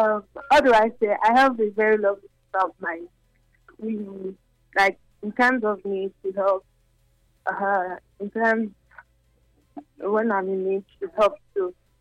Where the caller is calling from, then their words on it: Benin City, Edo, Nigeria; I'm calling from Benin.